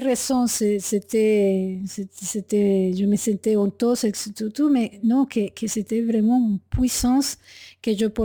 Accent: Venezuela; moved away; Et je viens des Indiens guajiros. Du Venezuela.

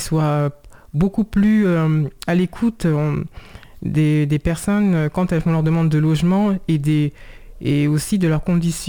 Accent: Saint-Cloud, Île-de-France, France; born there; parce que je suis née en France, à Saint-Cloud, dans les Hauts-de-Seine.

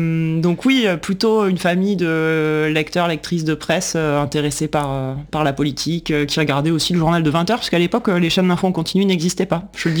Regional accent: Angoulême, Nouvelle-Aquitaine, France; born there; also born or lived in Clermont-Ferrand; Je suis né à Clermont-Ferrand où j'ai passé les 8 premières années de ma vie et ensuite j'ai déménagé à Angoulême.

